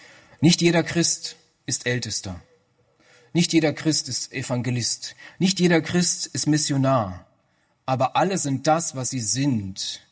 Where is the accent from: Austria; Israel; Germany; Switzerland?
Germany; Ich bin dankbar, dass ich in Deutschland aufgewachsen bin.